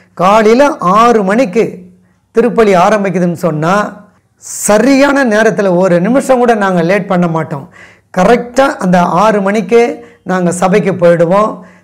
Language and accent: Tamil; Nedungundram, Tamil Nadu, India; also born or lived in Perumbakkam; நெடுங்குன்றம், வண்டலூர் ஜூவுக்கு பக்கத்தில் நெடுங்குன்றம் என்ற கிராமம் தான் என்னுடைய சொந்த ஊர். அந்த சொந்த ஊருக்கு நாங்கள் வந்துட்டோம். ஆனால் எங்களுடைய குடும்பம் ஒரு பாரம்பரியமான கத்தோலிக்க திருச்சபையை சார்ந்த ஒரு குடும்பம்.